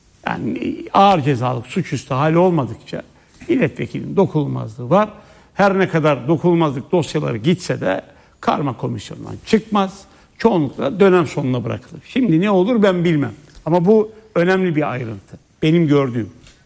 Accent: Nevşehir, Turkey; Nevşehir'den bir çiftçi yazmış. Ben Nevşehirliyim bu arada.

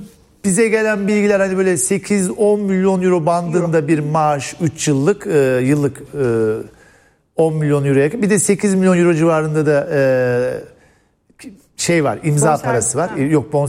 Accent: Çorum, Turkey; Bu arada ben de Çorumluyum. Benim memleketimle oynayacaklar.

